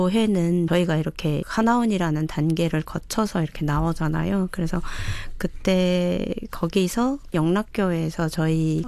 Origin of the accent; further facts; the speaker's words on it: North Korea; now in Gyeonggi Province, South Korea; 내 고향은 떠났고 내 부모 형제하고는 헤어졌지만 그 한반도의 반쪽에 난 항상 있다라는 그 마음 하나로 하나됨을 계속 느끼고 삽니다.